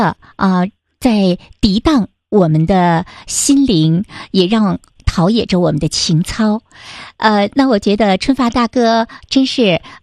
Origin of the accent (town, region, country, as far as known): China